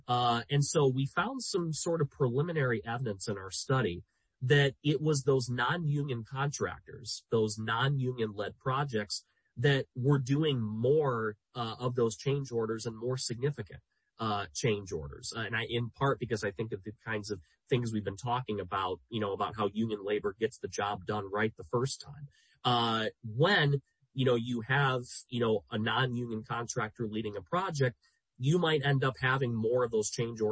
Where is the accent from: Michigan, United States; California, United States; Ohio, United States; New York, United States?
Michigan, United States; And even take my home state of Michigan.